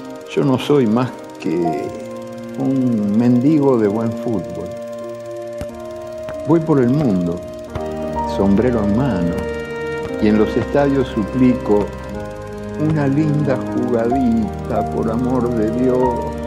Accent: Uruguay; Como todos los uruguayos, toditos, yo nací gritando gol.

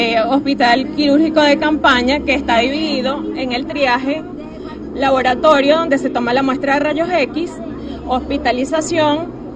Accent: Venezuela

